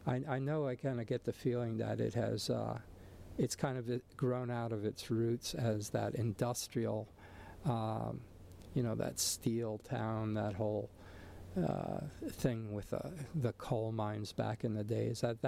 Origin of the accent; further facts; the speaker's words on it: Allentown, Pennsylvania, United States; moved away; I certainly am charmed to be back in Allentown, my hometown